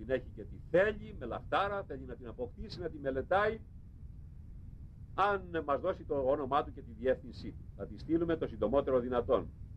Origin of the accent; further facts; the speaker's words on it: Chalandritsa, Western Greece, Greece; όχι τις κουρδουμπίτσες που τις λέμε εμείς στο χωριό μου, στη Χαλανδρίτσα, τα πάνω κάτω δηλαδή